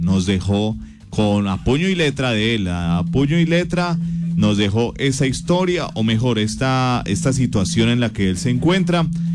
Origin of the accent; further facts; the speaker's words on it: La Tebaida, Quindío, Colombia; Soy de La Tebaida, vea, de La Tebaida, barrio alto de Canagüí es. Creo que es Canagüí, ¿cierto?